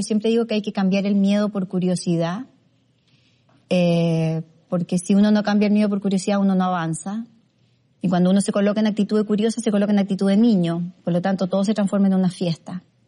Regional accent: Chile; soy chilena, antes que nada mujer, mamá de un hijo de 31 y una hija de 28

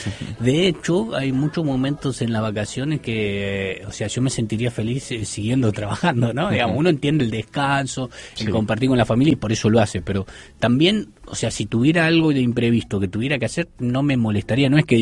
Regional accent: Argentina; Sí, bueno, claro, nosotros, acá yo pensé que no me iba a acostumbrar, pero sí me he acostumbrado. Pero en Argentina uno se acuesta 10:30, 11

